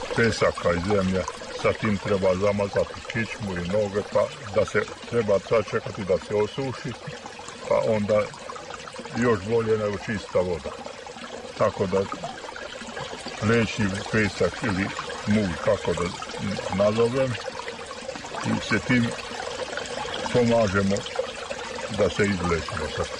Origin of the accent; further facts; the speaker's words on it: Senta, Vojvodina, Serbia; Mi smo iz Sente došli, pa dolazimo često zato što smo čuli da je jako dobra voda za, za reomu, za kičmu i za noge.